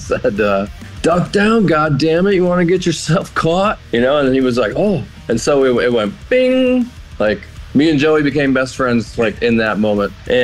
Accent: Rochester, New York, United States; I'm from Rochester, New York, and it was bleak at that moment in time

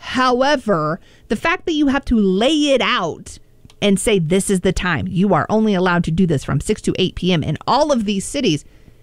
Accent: Joplin, Missouri, United States; now in Des Moines, United States; growing up in Joplin, Missouri

